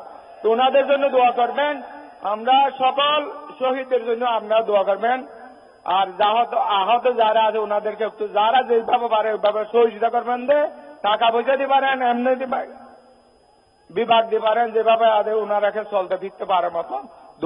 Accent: Chakaria, Chittagong Division, Bangladesh; born there; আমার বাড়ি চট্টগ্রাম কক্সবাজার চকরিয়া পেপুয়া। বাংলাদেশের স্বরাষ্ট্রমন্ত্রী মাননীয় সালাউদ্দিন আহমদের বাড়ির পাশে, আমার বাড়ি একদম কাছাকাছি।

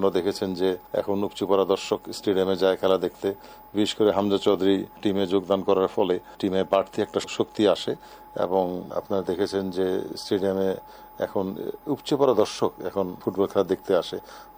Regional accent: Bangladesh; born there; আমি আল্লাহর কাছে কৃতজ্ঞ যে আমি বাংলাদেশে জন্মগ্রহণ করেছি।

